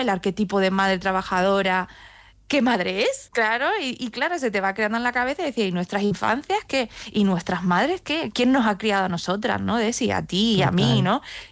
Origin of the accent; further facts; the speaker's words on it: China; now in Spain; tú tenías que definir y decir, oye, es que yo soy china, pero tengo una familia española